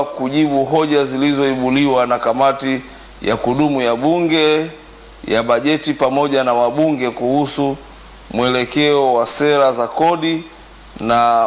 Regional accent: Kampala, Central Region, Uganda; moved away; mimi nimekulia pale jiji la Kampala

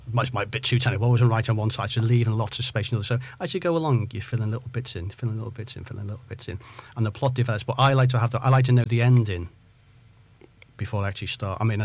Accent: Chester, North West England, United Kingdom; moved away; also born or lived in Liverpool / Barrow-in-Furness / Ulverston; I'm actually from Chester. I've lived in Liverpool for quite a few years, and the more the countryside places, and I used to live in Barrow and Furness in Cumbria and Ulverston up there

